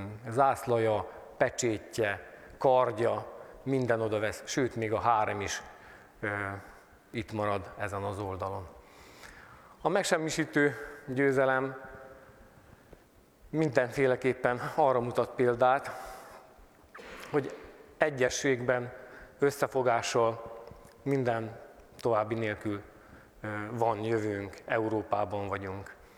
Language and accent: Hungarian; Novi Kneževac, Vojvodina, Serbia; born there; de én török kanizsán születtem. Magyar kanizsával szemben van.